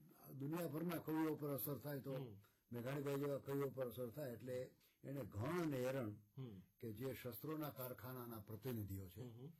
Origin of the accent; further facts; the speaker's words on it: Chital, Gujarat, India; born there; મારો જન્મ ચિત્તલમાં થયો અમરેલી જિલ્લાના ચિત્તલમાં